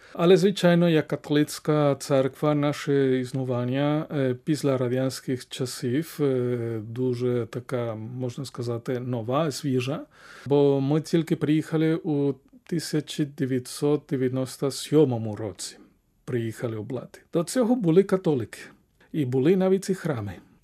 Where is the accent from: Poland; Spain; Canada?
Spain; Ukrainian is a second language; now in Ukraine; Якби я залишився в Іспанії, звідки я родом, то я би працював як священик